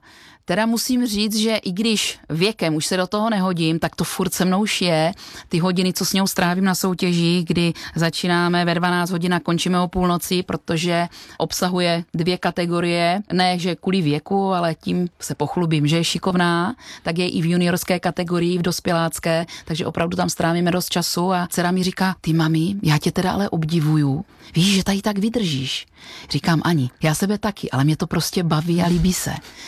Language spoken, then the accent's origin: Czech; South Moravian Region, Czechia; A já miluju přírodu, vodu, protože své dětství jsem strávila na Vranovské přehradě u Znojma, kde rodiče mé mámy měli chatu.